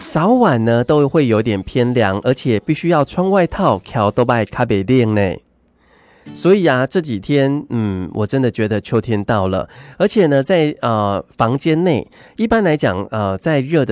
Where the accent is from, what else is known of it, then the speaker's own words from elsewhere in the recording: Kaohsiung, Taiwan; 因为我本身是高雄人